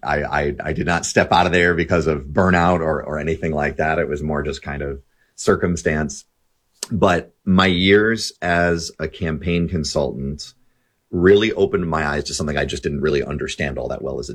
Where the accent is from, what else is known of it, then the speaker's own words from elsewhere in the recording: Minneapolis, Minnesota, United States; now in St. Paul, United States; So I live in St. Paul, Minnesota with my wife and my four kids. I'm a lifer. I grew up in the Minneapolis side of the river and then moved over here about 15 years ago.